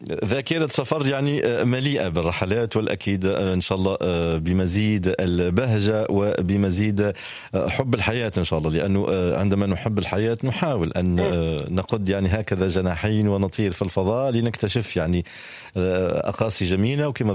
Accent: Tunisia; أنا عندنا في تونس الوطن القبلي

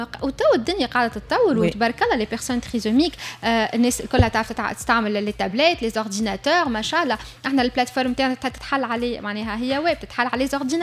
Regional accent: Tunisia; عندنا في تونس

